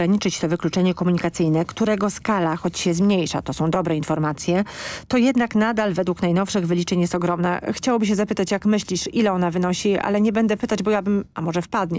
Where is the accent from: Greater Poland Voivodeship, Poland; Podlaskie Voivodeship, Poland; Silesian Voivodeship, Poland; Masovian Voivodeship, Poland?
Podlaskie Voivodeship, Poland; tam u mnie na Podlasiu